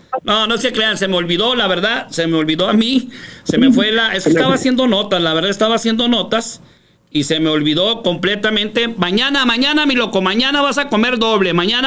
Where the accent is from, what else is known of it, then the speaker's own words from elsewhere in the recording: Mexico; Yo exijo como mexicano le exijo a la presidenta de México